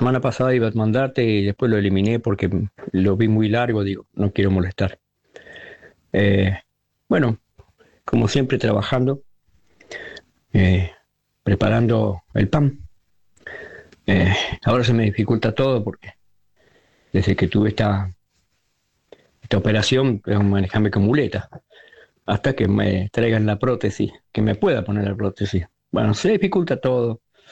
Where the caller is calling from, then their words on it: Granadero Baigorria, Santa Fe, Argentina; de Baigorria.